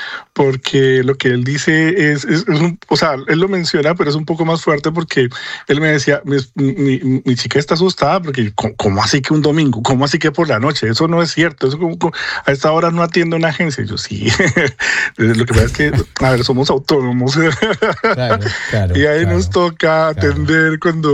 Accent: Colombia; moved away; somos también migrantes, somos también colombianos

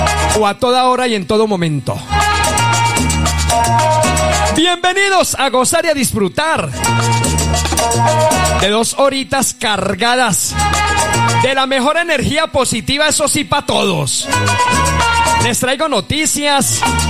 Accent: Colombia; moved away; Somos colombianos.

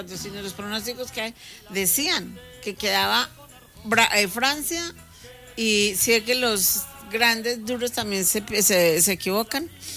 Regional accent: Colombia; now in Spain; Nosotros vivimos acá, yo soy colombiana a morir y me moriré colombiana

